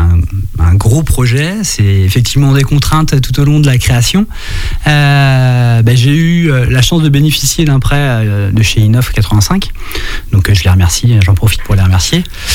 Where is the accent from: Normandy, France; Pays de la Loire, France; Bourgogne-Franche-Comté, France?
Pays de la Loire, France; Le Perrier; Je suis du Perrier à l'origine